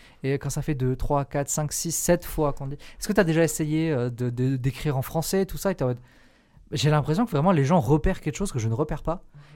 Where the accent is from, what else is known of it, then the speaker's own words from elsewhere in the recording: Occitanie, France; moved away as an adult; now in Grenoble, France; Alors moi, je ne suis pas de Grenoble à la base. Moi, je viens du sud de Perpignan. Donc vraiment Pyrénées-Orientales. Tu prends la bagnole en 20 minutes en Espagne. Tu vois, c'est vraiment le sud de ouf. Après j'ai beaucoup bougé pendant et après mes études